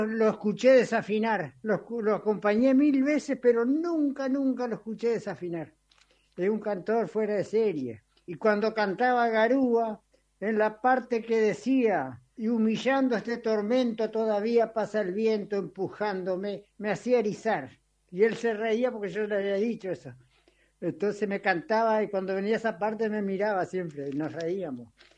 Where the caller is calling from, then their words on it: Concordia, Entre Ríos, Argentina; de Concordia